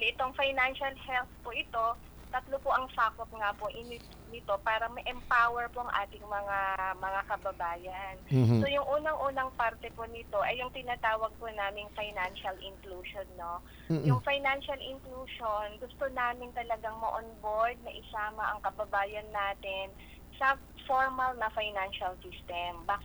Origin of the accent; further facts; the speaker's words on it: Ilocos Region, Philippines; Hindi po. Ako po ay isang Ilocana.